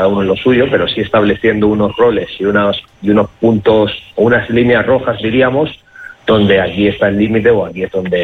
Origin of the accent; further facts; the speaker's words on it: Region of Murcia, Spain; moved away as an adult; now in Guernica, Spain; Allí en mi tierra, en Murcia, era profesor